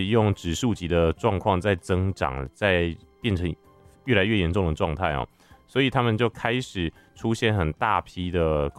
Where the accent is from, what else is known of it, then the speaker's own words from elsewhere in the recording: Taiwan; 那我们台湾人呢虽然已经习惯了哦